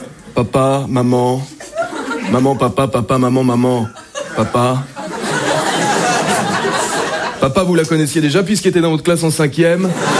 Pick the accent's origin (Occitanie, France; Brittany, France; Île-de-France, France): Île-de-France, France; parce que j'aime bien les Moritos et je viens de Seine-et-Marne.